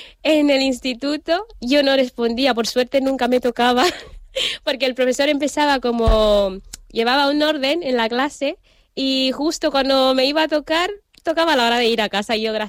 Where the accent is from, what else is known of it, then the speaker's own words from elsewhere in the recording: Malabo, Bioko Norte, Equatorial Guinea; moved away as an adult; now in Spain; Sí, nací en Malabo, 1997.